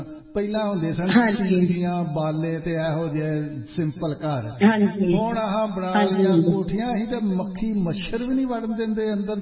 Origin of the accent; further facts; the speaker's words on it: Punjab, India; ਸਾਡਾ ਜਿਹੜਾ ਪਿੰਡ ਹੈ ਨਾ, ਸਾਡਾ ਪਿੰਡ ਹੈ ਬਟਾਲੇ ਦੇ ਲਾਗੇ, ਕਾਨੂੰ ਆਉਣ ਵਾਲੀ ਸੜਕ, ਉੱਥੇ ਟਿੱਬੇ ਹੁੰਦੇ ਸਨ